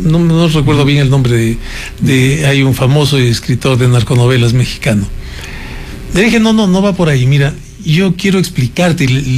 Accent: Ecuador; mi país, Ecuador

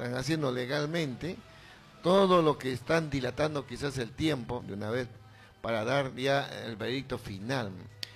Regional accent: Peru; nosotros como peruanos tenemos que ser solidarios con todos.

